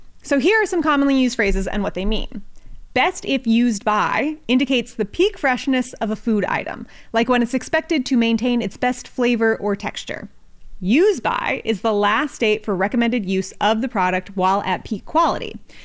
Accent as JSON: {"language": "English", "region": "California", "country": "United States", "tie": "born or raised there", "said": "my home state of California just passed a bill"}